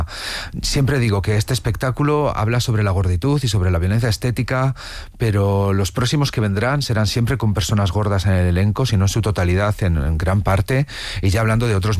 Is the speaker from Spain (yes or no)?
yes; La Cistérniga, Castile and León, Spain; Desde pequeño, yo llegué a mi pueblo, en La Cisterniga, en Valladolid